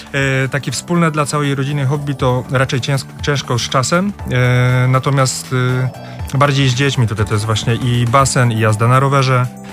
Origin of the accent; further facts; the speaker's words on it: Zbiersk, Greater Poland Voivodeship, Poland; Ze Zbierska.